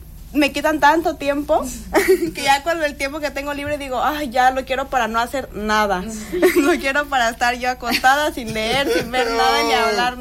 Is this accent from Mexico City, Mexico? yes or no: no; Zihuatanejo, Guerrero, Mexico; born there; moved away as an adult; now in Guadalajara, Mexico; nací aquí en Cihuatanejo, soy de la Correa.